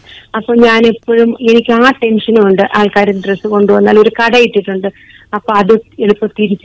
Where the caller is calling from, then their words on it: Thiruvananthapuram, Kerala, India; ഞാൻ കരമനയിൽ നിന്നാണ് വിളിക്കുന്നത്.